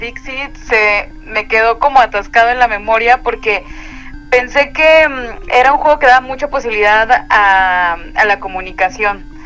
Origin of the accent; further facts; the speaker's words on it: Veracruz, Mexico; also born or lived in Puebla; now in Mérida, Mexico; yo estoy en Mérida, soy okay. de Veracruz, pero vivo en Mérida.